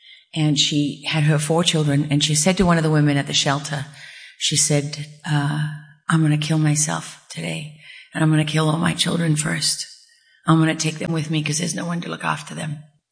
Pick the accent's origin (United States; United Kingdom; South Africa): South Africa; moved away; I was sort of what we call in South Africa a lamaki, because I'm born and raised in South Africa.